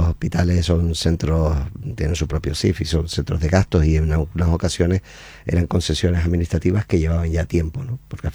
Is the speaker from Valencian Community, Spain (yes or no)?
no; Canary Islands, Spain; aquellas personas que nosotros fuimos inmigrantes como canarios